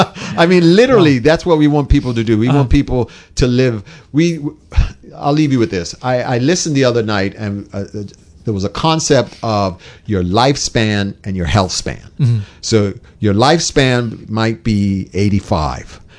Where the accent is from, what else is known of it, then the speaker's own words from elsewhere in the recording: Bermuda; I'm a Bermudian, I'm not American